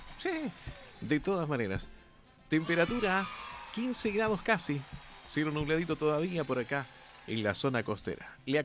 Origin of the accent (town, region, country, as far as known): Chile